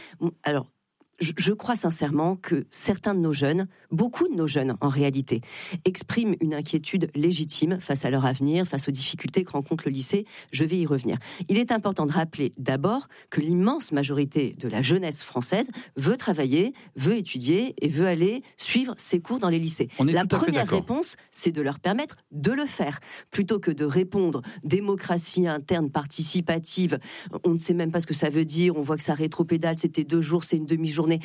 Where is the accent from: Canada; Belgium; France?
France; Nantes, Pays de la Loire; Je suis nantaise